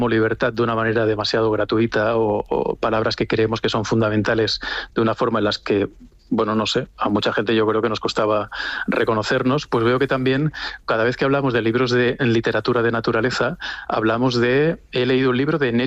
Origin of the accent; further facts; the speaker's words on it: Extremadura, Spain; como extremeños, el hecho de siempre se ha tenido una especial atención con eso que se ha llamado la raya, ¿no?